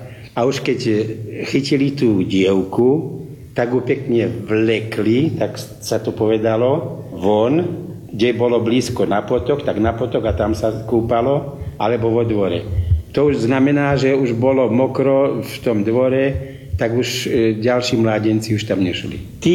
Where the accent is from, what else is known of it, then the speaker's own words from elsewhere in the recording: Vyšný Sliač, Žilina Region, Slovakia; Ja som z Vyšného Sliača